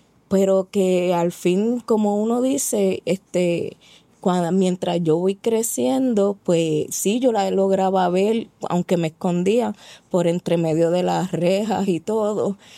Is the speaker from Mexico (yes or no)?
no; Trujillo Alto, Puerto Rico; also born or lived in Carolina, Puerto Rico; now in Canóvanas, Puerto Rico; nací en Carolina, me crié en Trujillo Alto, entonces ahora pues actualmente vivo en Canóvana